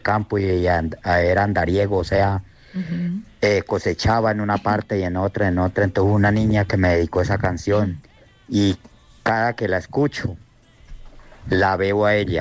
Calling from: Guadalupe, Huila, Colombia; Les habla … de acá del municipio de Guadalupe, Huila.

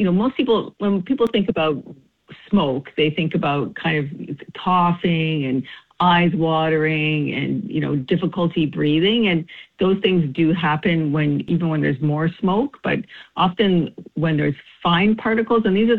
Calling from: Vancouver, British Columbia, Canada; Here in Vancouver, I'm calling in from Vancouver and I can definitely see the haze as well.

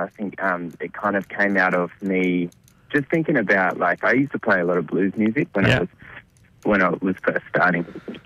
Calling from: Coober Pedy, South Australia, Australia; I'm actually in Coober right now.

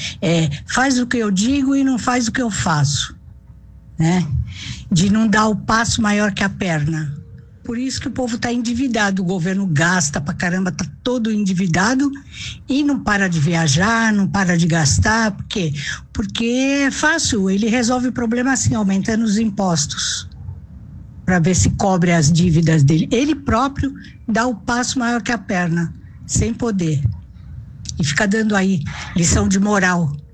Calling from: Santos, São Paulo, Brazil; sou de Santos.

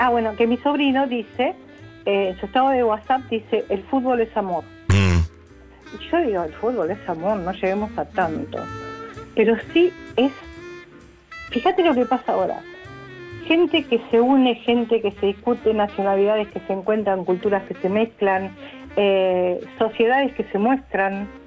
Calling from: Argentina; como Argentina, como país, como sociedad, como gente empática, no hay en todos lados.

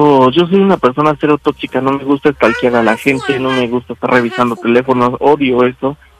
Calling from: Veracruz, Mexico; Ok, tengo 28 años, soy del estado de Veracruz.

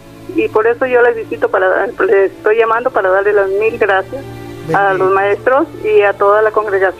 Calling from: Cuquío, Jalisco, Mexico; llamo de Cuquío.

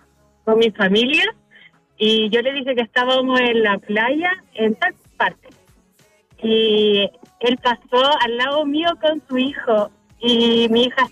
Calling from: Santiago, Santiago Metropolitan Region, Chile; yo vivo en Santiago

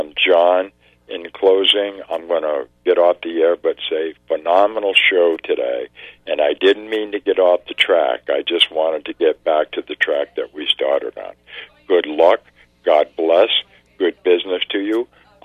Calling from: Putnam, Connecticut, United States; And I am from Putnam

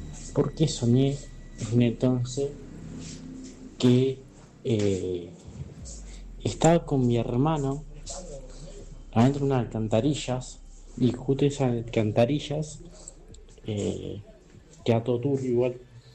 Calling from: Argentina; soy de Argentina.

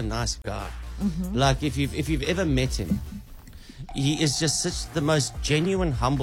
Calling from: Pretoria, Gauteng, South Africa; I'm phoning from Pretoria, sir.

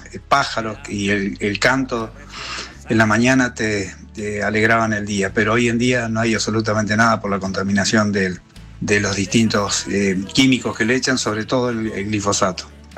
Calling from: Puerto Madryn, Chubut, Argentina; Buenas noches … de Puerto Madryn.

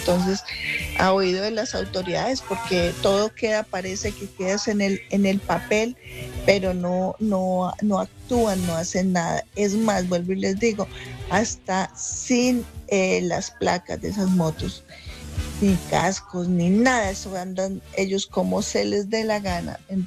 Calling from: Ibagué, Tolima, Colombia; Yo vivo en El Salado

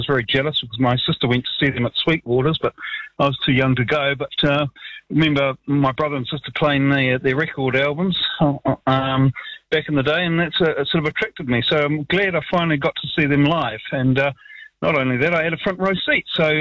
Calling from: Wellington, New Zealand; I'm calling from Wellington

